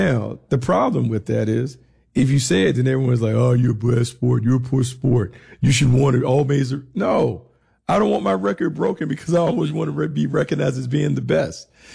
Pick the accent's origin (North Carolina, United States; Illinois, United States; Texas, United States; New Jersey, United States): North Carolina, United States; Raleigh; I have, because the Hurricanes are from my hometown, Raleigh.